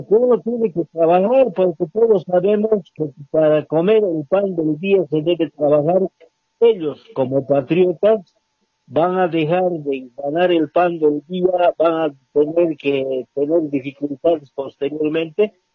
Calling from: Cochabamba, Bolivia; de acá de Cochabamba.

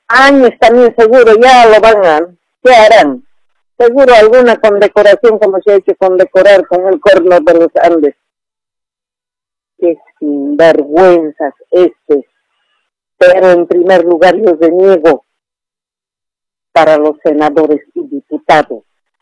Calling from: Montero, Santa Cruz, Bolivia; hablo de Montero, la señora portugalana.

